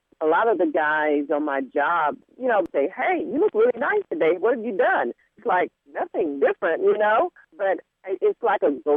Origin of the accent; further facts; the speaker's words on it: Grand Prairie, Texas, United States; I'm from Grand Prairie.